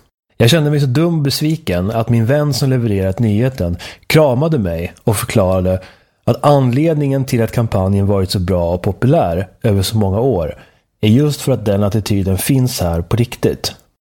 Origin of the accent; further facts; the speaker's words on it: Sweden; moved away as an adult; now in Texas, United States; Under åren hemma i Sverige